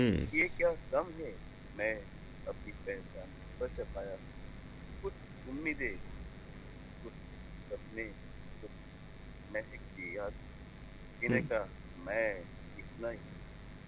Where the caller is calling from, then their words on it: Ram Nagar, Assam, India; मेरा गांव का नाम है राम नगर, आसाम से ताल्लुक है ना।